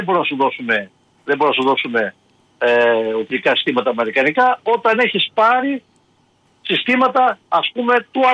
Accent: Pramanta, Epirus, Greece; είναι από το χωριό μου. Λοιπόν, από Πράμαντα Ιωαννίνων.

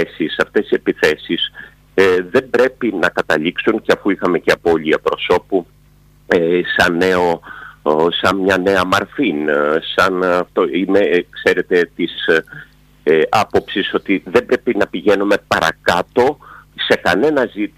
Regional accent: Lamia, Central Greece, Greece; Ήμουνα με τη Νέα Δημοκρατία συγκεκριμένα όλα τα χρόνια, από μαθητής, από την πατρίδα μου, από τη Λαμία, όλα τα χρόνια.

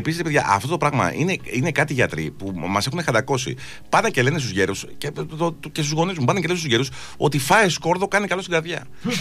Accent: Athens, Attica, Greece; είμαι Αθηναίος και κατεβαίνω για διακοπές.

